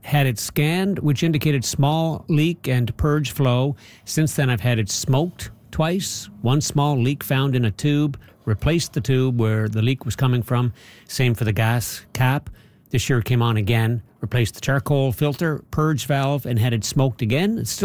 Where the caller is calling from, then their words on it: Granville Beach, Nova Scotia, Canada; Granville Beach in Nova Scotia.